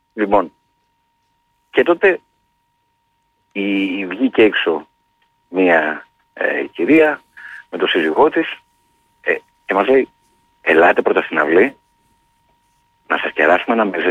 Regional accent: Central Greece, Greece; Η καταγωγή μου είναι από τη Σερρέα Ελλάδα, Ρουμελιώτης.

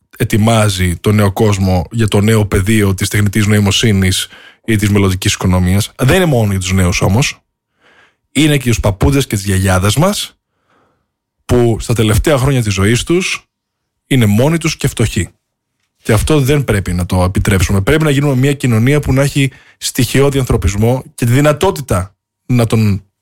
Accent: Greece; moved away; also born or lived in United States; Είμαι εδώ επειδή άλφαγα από την πατρίδα μου.

